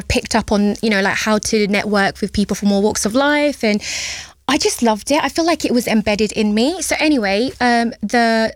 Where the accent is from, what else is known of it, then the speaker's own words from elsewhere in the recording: United Kingdom; I'm not always going to go Bangladesh. I am British and I live here.